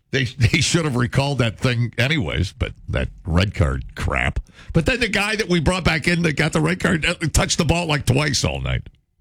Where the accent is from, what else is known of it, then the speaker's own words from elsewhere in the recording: United States; I'm an American, for God's sake.